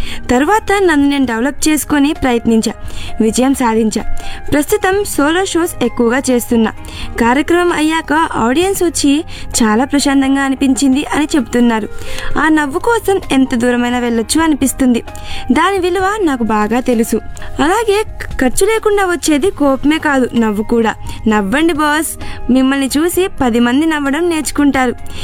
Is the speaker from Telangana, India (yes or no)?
yes; Hyderabad, Telangana, India; moved away as an adult; now in United States; నేను పుట్టి పెరిగింది హైదరాబాద్లోనే.